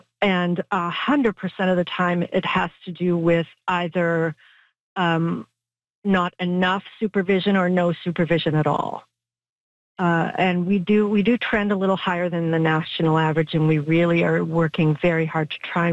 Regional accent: Canada; This is one of the things about being Canadian

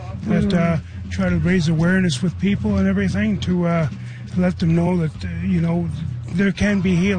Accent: Manitoba, Canada; Lake Manitoba First Nation.

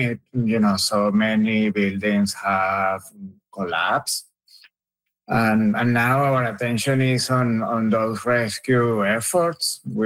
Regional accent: Caracas, Capital District, Venezuela; moved away; I'm from Caracas.

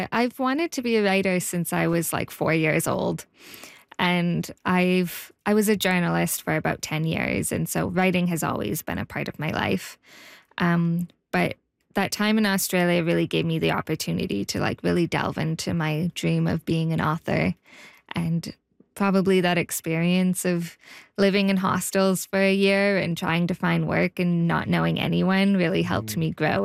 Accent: Vancouver, British Columbia, Canada; moved away as an adult; now in Yellowknife, Canada; I'm born and raised in Vancouver, and as much as I love Yellowknife and this is my home now, Vancouver is my first home.

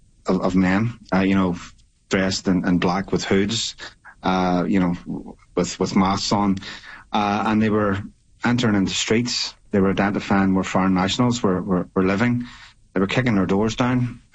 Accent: Belfast, Northern Ireland, United Kingdom; You know, I grew up in West Belfast, which is a nationalist

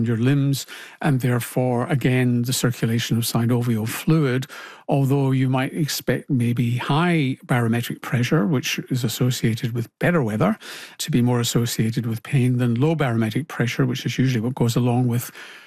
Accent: Glasgow, Scotland, United Kingdom; born or raised there

